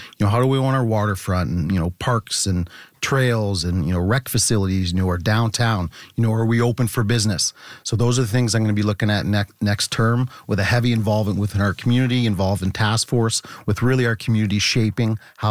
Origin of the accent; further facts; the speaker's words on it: Kingsville, Ontario, Canada; you know, we grew up in Kingsville and, you know, Kingsville Public and KDHS grads.